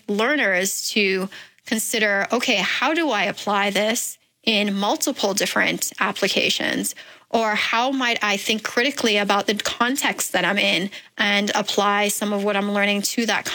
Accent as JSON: {"language": "English", "country": "Bahamas", "tie": "born or raised there", "said": "Born and raised in the Bahamas."}